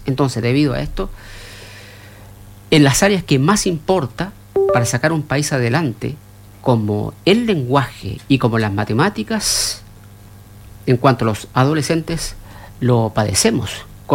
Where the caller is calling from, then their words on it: Chile; Yo, siendo chileno